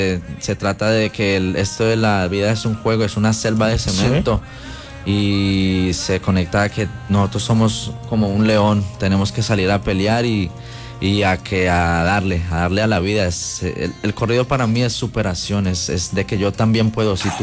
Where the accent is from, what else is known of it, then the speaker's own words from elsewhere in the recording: Colombia; moved away; soy el colombiano que se fue de Colombia a buscar ese sueño